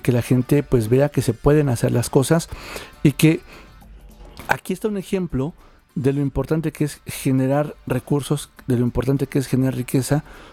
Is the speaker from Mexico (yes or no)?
yes; Mexico; en la que orgullosamente, siendo mexicana